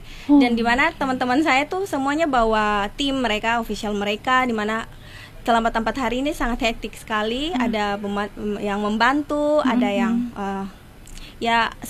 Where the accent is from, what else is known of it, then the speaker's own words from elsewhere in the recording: Maluku, Indonesia; Ketika saya berani untuk menyampaikan kondisi kualitas pendidikan di daerah saya sendiri, dan di mana saya menarik perhatian teman-teman Pulau Jawa, yang mereka tuh sebelumnya tidak tahu Maluku tuh seperti apa.